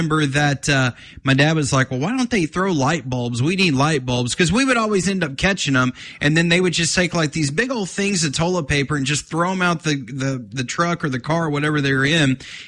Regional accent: Kalispell, Montana, United States; growing up in Kalispell over in Cook County, America

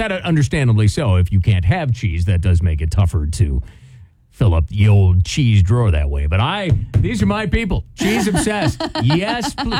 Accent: Wisconsin, United States; But growing up in Wisconsin, yes, that's a big deal there because, of course, there's dairy farms all over the place.

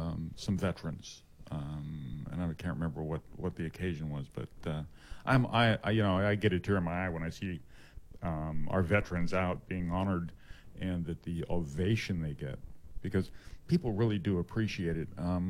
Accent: Kern County, California, United States; I'm from Kern County.

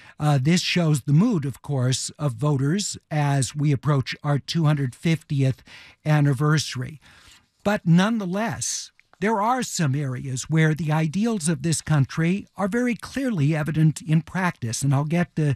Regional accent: United States; One of the things that I love so much about this country, and I do love being American despite all the conflicts that we see in our world today

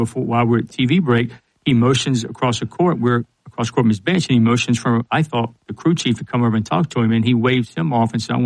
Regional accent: Roanoke, Virginia, United States; I'm from Roanoke, Virginia.

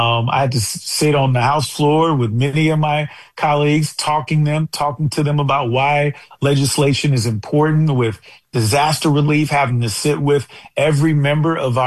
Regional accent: United States; born or raised there

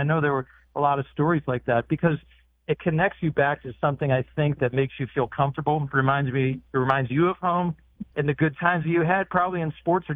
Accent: West Virginia, United States; And I would always say Washington, D.C., near there, because nobody knows West Virginia, right? Or at least that's what I thought. And they say, no, where? And I'd say West Virginia.

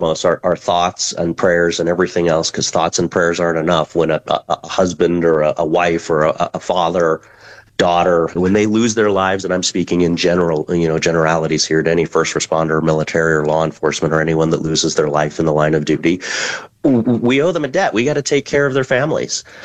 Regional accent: Colorado, United States; She moved to Denver in the 70s, and I was born in Colorado in the 80s. So born and raised in this state

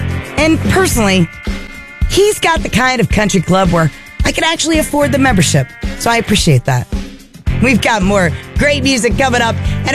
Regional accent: Clarksburg, West Virginia, United States; also born or lived in Bridgeport; And I lived, you know, I grew up in Clarksburg, Bridgeport.

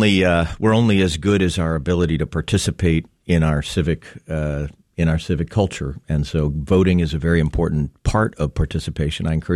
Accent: Wayne, United States; I grew up in Wayne

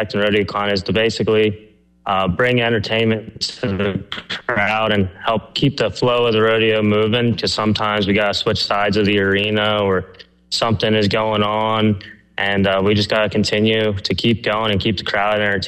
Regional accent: Maryland, United States; I'm from Maryland.

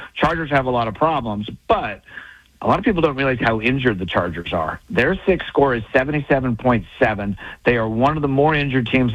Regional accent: California, United States; I'm from NorCal, and this pains me to say it, but the Niners have a sick score of 75.19

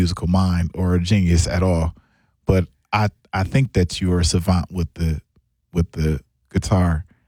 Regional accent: Milwaukee, Wisconsin, United States

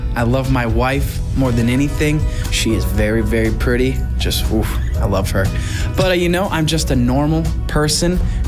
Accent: Tipp City, Ohio, United States; I'm from Tip City, Ohio.

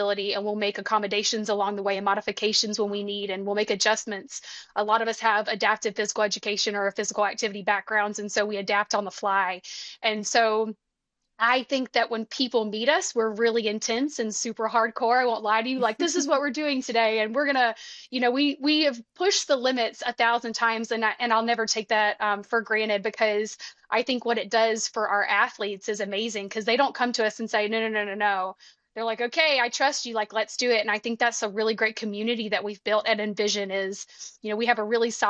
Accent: Alabama, United States

